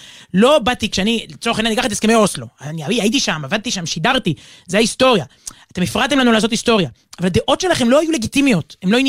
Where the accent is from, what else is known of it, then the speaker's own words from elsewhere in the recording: Tel Aviv, Tel Aviv District, Israel; also born or lived in Jerusalem; ברחוב קלאוזנר 14, רמת אביב, גדלתי שם. כשלא הייתי שם, הייתי ברחוב תורה מציון בירושלים.